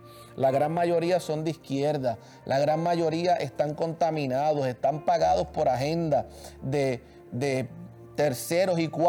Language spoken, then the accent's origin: Spanish; Puerto Rico; ya el lunes estoy de regreso en mi país, en la Isla del Cordero, país de bendición.